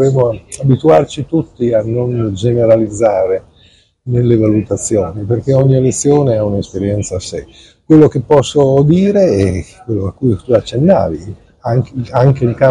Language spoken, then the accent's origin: Italian; Bologna, Emilia-Romagna, Italy; io sono un bolognese.